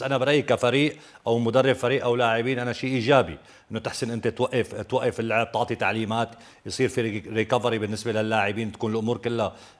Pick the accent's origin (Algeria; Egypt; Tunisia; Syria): Syria; نتشرف فيه اكيد طبعا كسوريين